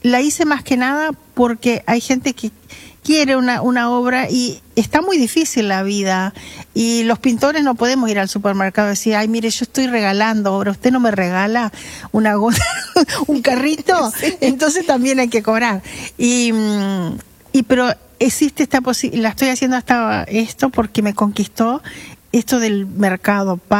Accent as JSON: {"language": "Spanish", "region": "Salto", "country": "Uruguay", "tie": "born there", "said": "O sea, Quiroga es nacido en el mismo lugar. Los dos nacimos en Salto."}